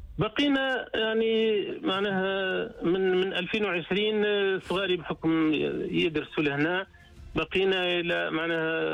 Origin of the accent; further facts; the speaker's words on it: Tunisia; moved away as an adult; now in Warsaw, Poland; وليت كيفاش نقولوا فيها بالتونسي